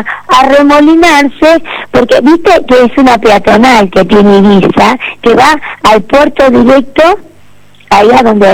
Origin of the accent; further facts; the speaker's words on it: Argentina; Somos dos argentinas, mi jefa y yo la vendedora.